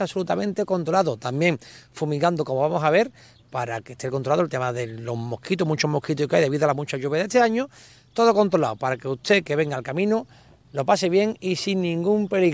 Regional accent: Tocina, Andalusia, Spain; Mi pueblo en Tocina

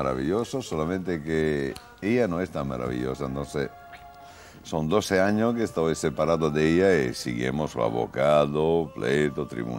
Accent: Italy; born there; Spanish is a second language; moved away; sangre italiano y mitad españolo. Porque si yo tenía que elegir en dónde nacer, si no nací en Italia, decía España.

